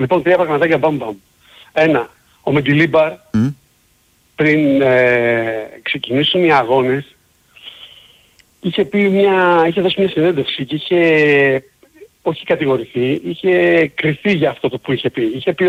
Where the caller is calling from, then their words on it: Bristol, South West England, United Kingdom; Έλα, Μανώλη … από τον Μπρίστο.